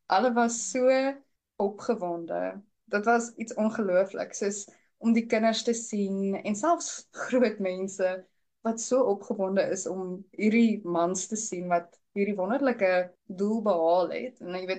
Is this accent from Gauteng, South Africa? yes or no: yes; Johannesburg, Gauteng, South Africa; moved away as an adult; now in New Zealand; Ek kom van die Wesrand in Johannesburg en ek het wonderlike grootwordjare gehad.